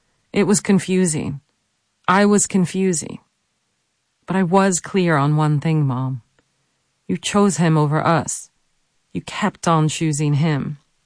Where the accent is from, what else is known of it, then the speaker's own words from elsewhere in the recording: Greenwich, Connecticut, United States; What I saw growing up in Greenwich, Connecticut, in the 80s and 90s, when Greenwich was truly the bedroom town of Wall Street